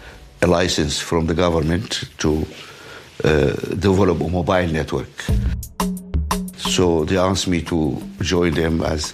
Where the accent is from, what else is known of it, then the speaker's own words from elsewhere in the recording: Alexandria, Alexandria Governorate, Egypt; also born or lived in Wadi Halfa, Sudan; I was born in Halfa in Sudan. My father worked in Egypt, so I grew up and did my schooling in Alexandria, in Egypt.